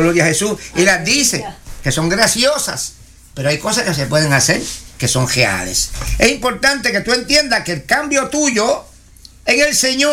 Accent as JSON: {"language": "Spanish", "town": "Corozal", "country": "Puerto Rico", "tie": "born there", "said": "aquel pintor de mi pueblo, colosaleño"}